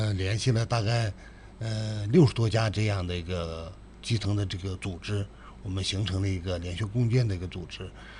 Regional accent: Inner Mongolia, China; moved away; 因为我从小就在牧区长大，因为我就从牧区出来的，对这个牧区的需求情况比较了解，

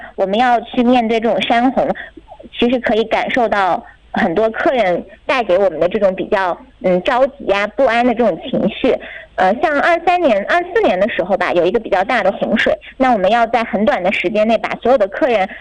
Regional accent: Inner Mongolia, China; 那其实我本身是出生在城市里的，但是小的时候其实是生长在草原上的，本身是一个蒙古族女孩

